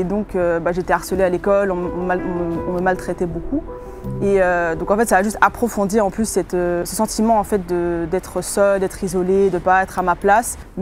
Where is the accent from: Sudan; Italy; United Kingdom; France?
United Kingdom; England; also born or lived in Switzerland; J'ai grandi un peu en Angleterre, un peu en Suisse.